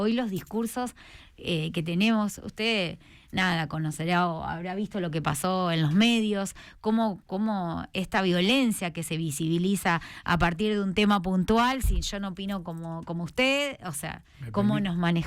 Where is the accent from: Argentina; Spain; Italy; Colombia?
Argentina; Acá como sociedad, como argentinos